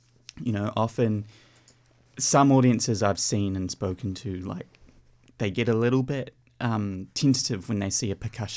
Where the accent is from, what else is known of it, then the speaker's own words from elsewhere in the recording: New Zealand; moved away; I don't know if you can tell by the accent, but I'm from New Zealand.